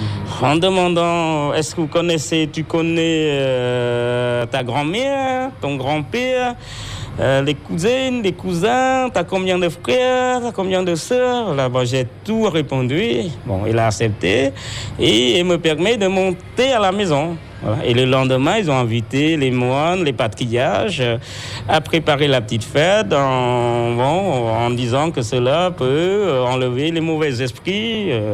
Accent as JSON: {"language": "French", "country": "Cambodia", "tie": "born there", "second_language": "French", "lives_now": "Siem Reap, Cambodia", "said": "je suis retourné à mon village natal et j'ai trouvé ma maison, mes parents."}